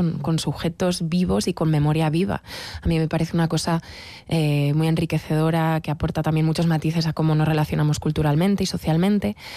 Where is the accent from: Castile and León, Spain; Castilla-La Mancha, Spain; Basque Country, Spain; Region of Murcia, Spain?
Castile and León, Spain; Aguilar de Campoo; acercarme a mi pueblo